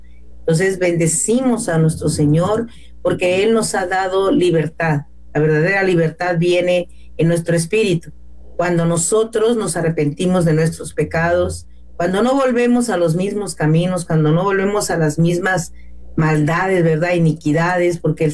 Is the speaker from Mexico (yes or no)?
yes; Mexico; Nosotros no somos hebreos, no somos judíos, somos mexicanos, nos gustan los tamales